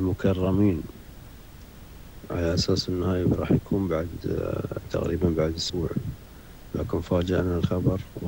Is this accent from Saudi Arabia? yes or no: no; Qatar